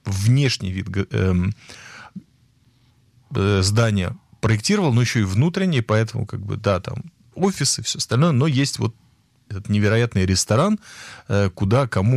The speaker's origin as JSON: {"language": "Russian", "country": "Latvia", "moved": "yes", "said": "я сам из Латвии"}